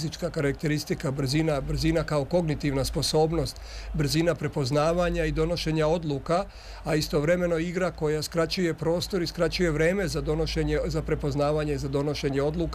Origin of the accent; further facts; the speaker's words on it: Split-Dalmatia County, Croatia; Pa znate kako, ja dolazim s podneblja gde je ta kultura fudbala, ja sam Dalmatinac, moje vaspitanje je usmerio Hajduk iz Splita.